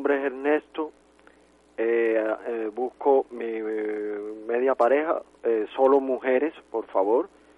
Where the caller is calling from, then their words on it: Havana, Cuba; Soy de La Habana, vivo solo.